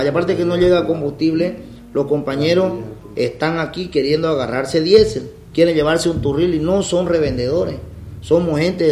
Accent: Bolivia; nos tratan como bolivianos de segunda

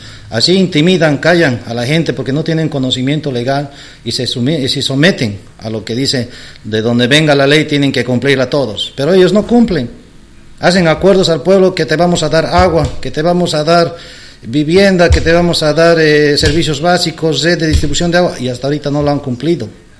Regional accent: Beni, Bolivia; mi pueblo de San Simón

